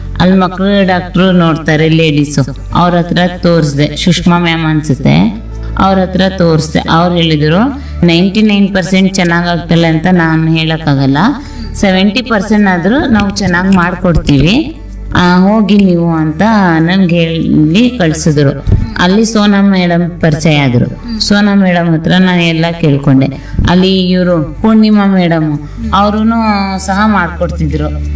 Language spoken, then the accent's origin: Kannada; Piriyapatna, Karnataka, India; ನಾನು ಪಿರಿಯಾಪಟ್ಟಣದಿಂದ ಬರ್ತಾರದು ವಿವೇಕಾನಂದ ಆಸ್ಪತ್ರೆಗೆ.